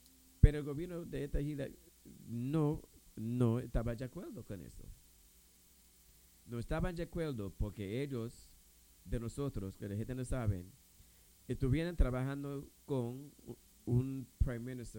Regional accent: U.S. Virgin Islands

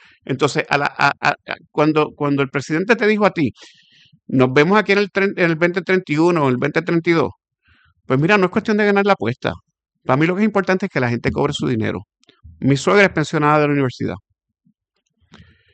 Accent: Puerto Rico; Yo soy un puertorriqueño, yo vivo en Puerto Rico, mis hijos viven aquí, van a la escuela aquí, y yo soy parte de la sociedad puertorriqueña

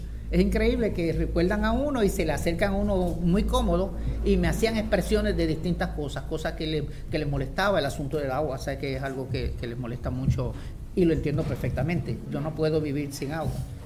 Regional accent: Puerto Rico; Yo me siento mal como puertorriqueña

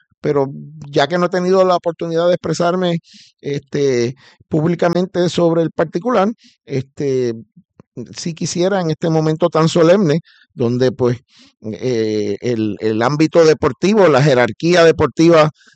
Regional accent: San Juan, Puerto Rico; soy sanjuanero y riopedrense

